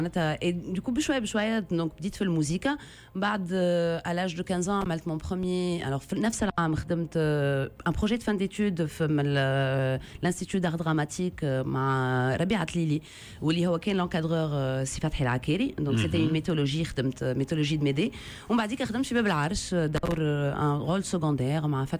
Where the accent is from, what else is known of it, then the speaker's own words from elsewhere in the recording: Tunisia; born there; also born or lived in Algeria; انا بابا ديري ديجا امي تونسية بابا ديري. انا تولدت في تونس وخواتي الكبار تولدوا في الجزائر